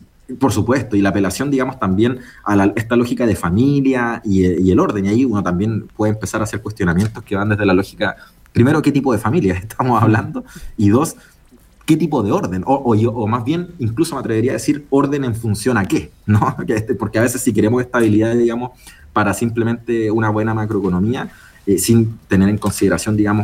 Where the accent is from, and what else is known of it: Chile